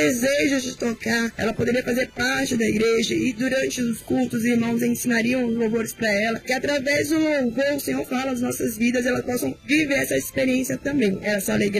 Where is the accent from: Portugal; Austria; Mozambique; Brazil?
Brazil; São Paulo; eu sou de São Paulo, do bairro de Sumaré, da igreja de Sumaré, nosso pastor, pastor Robson.